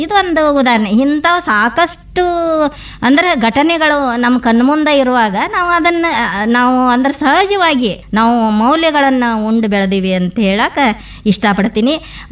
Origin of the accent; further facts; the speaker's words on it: Ramdurg, Karnataka, India; now in Sulebhavi, India; ನಮ್ಮೂರು ರಾಮದುರ್ಗ, ನನ್ನ ಹುಟ್ಟೂರು ರಾಮದುರ್ಗ ಅಂತೇಳಿ ಹೆಮ್ಮೆಯಿಂದ ಹೇಳ್ತೀನಿ ನಾನು.